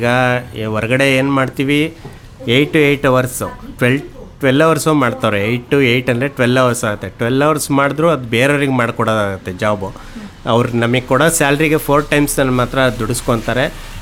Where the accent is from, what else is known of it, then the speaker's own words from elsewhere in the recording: Shivamogga, Karnataka, India; ನಾನು ಶಿವಮೊಗ್ಗದಲ್ಲಿ ಬೇಸಿಕಲಿ ಶಿವಮೊಗ್ಗದಲ್ಲಿ ನಾನು ಪ್ರೈವೇಟ್ ಇನ್ಸ್ಟಿಟ್ಯೂಷನಲ್ಲಿ ವರ್ಕ್ ಮಾಡ್ತಾ ಇದ್ದೆ 15 ಇಯರ್ಸಿಂದ.